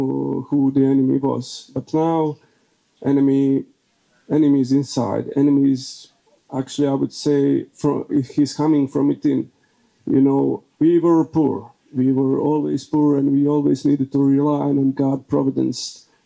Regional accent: Herzegovina, Bosnia & Herzegovina; English is a second language; my Croatian people here in Bosnia and Herzegovina

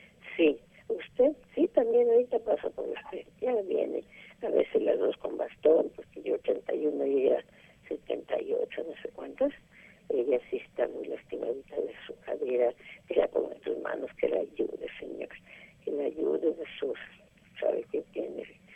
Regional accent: Jalisco, Mexico; de allá de mi tierra, de Jalisco

